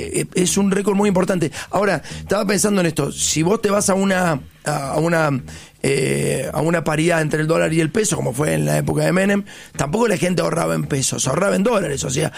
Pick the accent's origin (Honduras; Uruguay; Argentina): Argentina